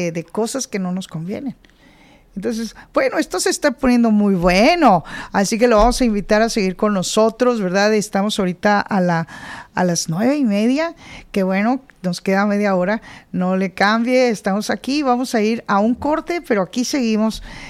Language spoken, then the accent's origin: Spanish; Mexico; born there; yo nací en México.